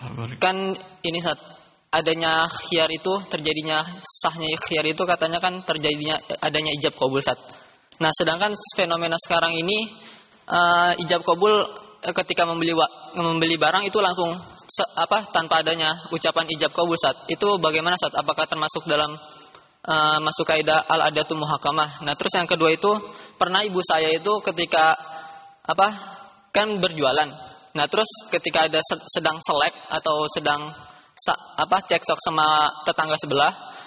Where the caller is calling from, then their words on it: Bekasi, West Java, Indonesia; Saya dari Sukma Wijaya Kusuma dari Bekasi, STD Muhammad Nasir.